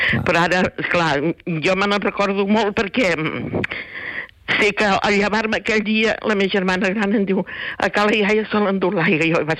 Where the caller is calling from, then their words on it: Cerdanyola del Vallès, Catalonia, Spain; jo soc de Cerdanyola, nosaltres vivim a Cerdanyola.